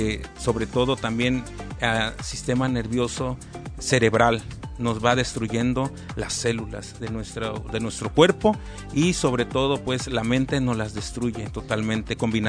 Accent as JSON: {"language": "Spanish", "town": "Acapulco", "region": "Guerrero", "country": "Mexico", "tie": "born or raised there", "said": "yo soy de aquí de Acapulco"}